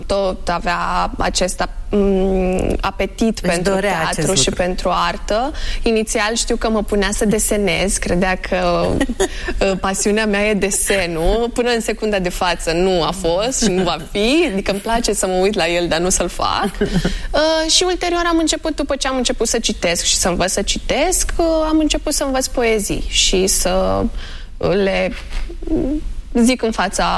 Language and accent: Romanian; Chișinău, Moldova; moved away; când am crescut eu acolo